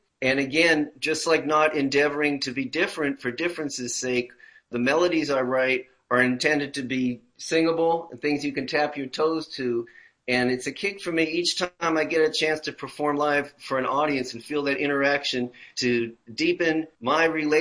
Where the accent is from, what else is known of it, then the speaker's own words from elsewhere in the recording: New York City, New York, United States; And so it motivated my moving back to my hometown of New York City when I was 19 in the spring of 1982.